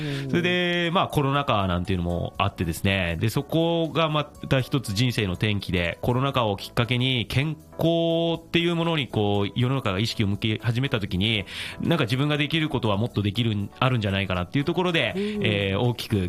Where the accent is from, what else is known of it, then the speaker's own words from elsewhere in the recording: Saitama, Japan; also born or lived in Tokyo; 実は私はですね、東京都生まれで埼玉育ち、非常にややこしい宇都宮なんですけども、はい、埼玉県の三郷町、深谷市の隣の三郷町というところで空手道場とスポーツトレーナーをして、という仕事をしております。